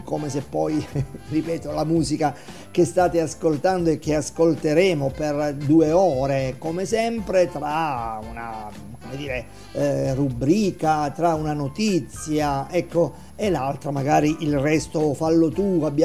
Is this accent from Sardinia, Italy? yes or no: no; Maratea, Basilicata, Italy; born there; moved away as an adult; now in Potenza, Italy; nella città dove sono nato, a Maratea. Adesso sapete, penso proprio di sì, se non lo sapete lo ripeto, sono 4-5 mesi, ecco, che sono nella città di Potenza